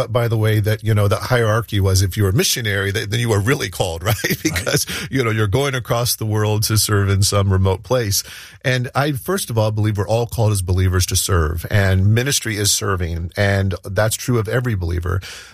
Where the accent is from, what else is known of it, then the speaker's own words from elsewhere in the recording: Ohio, United States; I grew up in Southwest Ohio.